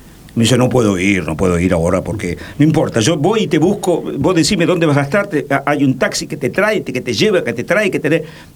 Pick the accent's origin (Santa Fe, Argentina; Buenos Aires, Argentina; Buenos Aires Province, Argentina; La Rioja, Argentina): Santa Fe, Argentina; Estas son las calles de mi ciudad. Y no te acordás, yo soy de Santa Fe